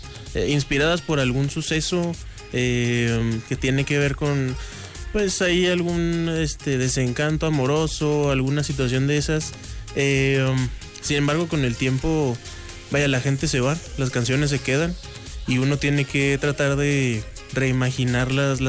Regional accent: Comarca Lagunera, Mexico; moved away as an adult; now in Saltillo, Mexico; soy originario de la Comarca Lagunera.

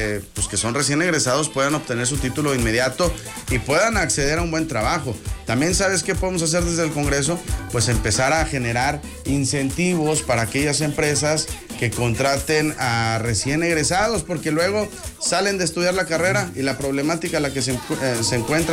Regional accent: Saltillo, Coahuila, Mexico; somos orgullosamente de Saltillo.

